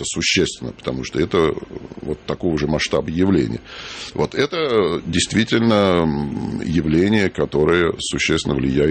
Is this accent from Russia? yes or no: yes; Moscow, Russia; Мое детство прошло в Москве. Я прожил свое детство в доме, который сейчас занимает музей Шилова. Понятно. На Знаменке.